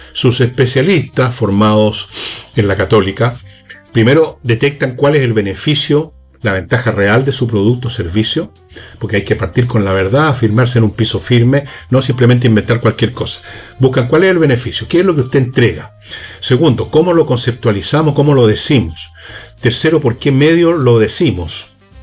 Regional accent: Chile

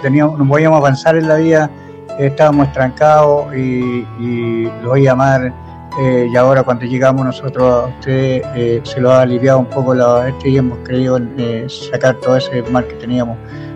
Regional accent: Quintero, Valparaíso, Chile

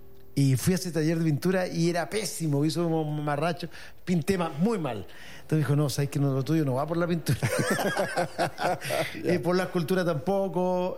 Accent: Santiago, Santiago Metropolitan Region, Chile; yo nací en Santiago, veníamos conversando recién, que he estado siempre viviendo en el mismo lugar, en la misma comuna durante toda mi vida. Ya. Yo soy ñuñoíno, soy de Ñuñoa. Estudié en Ñuñoa

